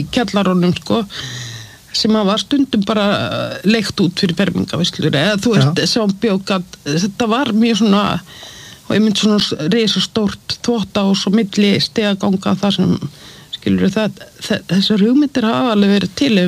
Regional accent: Reykjavík, Capital Region, Iceland; ég ólst upp í Breiðholtinu

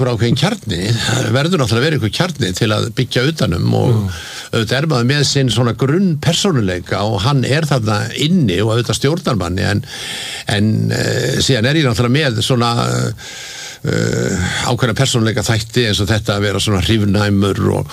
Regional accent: Reykjavík, Capital Region, Iceland; Já, ég sko alveg upp í Laugarneskverfinu og, og, og hérna bjóð þar þegar ég var ungur maður

